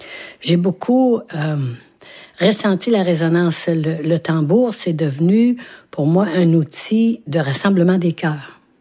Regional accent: Wendake, Quebec, Canada; born there; Je suis née ici à Wendake, j'ai de 75 ans et plus.

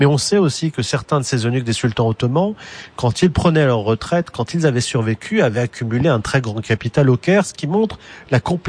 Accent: France; Moi-même, en tant que Tunisien qui est né en France, qui a vécu en France

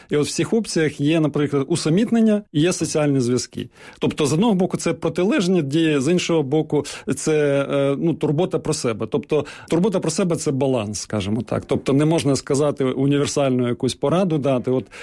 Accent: Kyiv, Ukraine; Що я, наприклад, народився в Києві

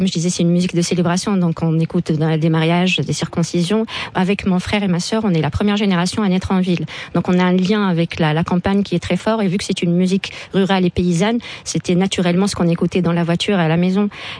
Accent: Morocco; Mais j'aurais aimé, en tant que marocaine, avoir des exemples de féministes marocaines.

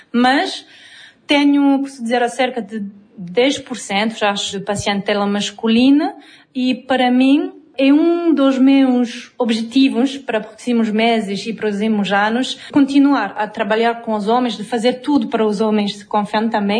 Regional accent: France; Portuguese is a second language; moved away as an adult; now in Bissau, Guinea-Bissau

